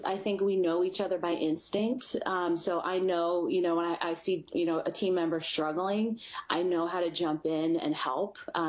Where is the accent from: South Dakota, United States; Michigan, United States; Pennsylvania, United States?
Pennsylvania, United States; Philadelphia; I'm from Northeast Philadelphia. I'm the youngest of three.